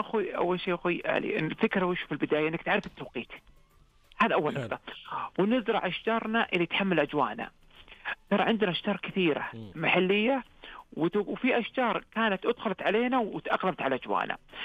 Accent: Saudi Arabia; عندنا على مستوى المملكة

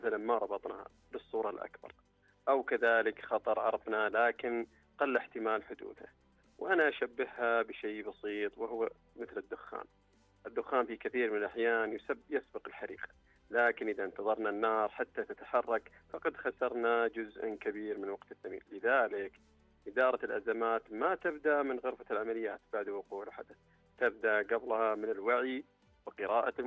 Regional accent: Saudi Arabia; وعندنا في المملكة العربية السعودية مثال واضح على فكرة الاستعداد قبل الحدث

